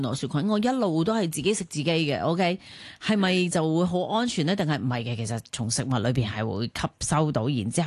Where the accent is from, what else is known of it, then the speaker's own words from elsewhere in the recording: China; 咁系唔系即系我哋中国人系特别容易有嘅？